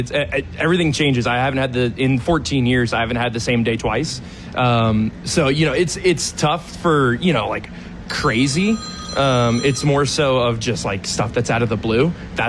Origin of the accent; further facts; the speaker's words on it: Charleston, South Carolina, United States; moved away; my hometown team in Charleston, the Charleston River Dogs.